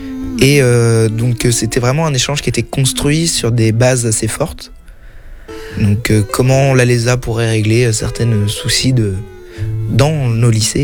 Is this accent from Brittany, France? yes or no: no; Normandy, France; dans une région que je connaissais pas, la Vendée. Je viens de Normandie.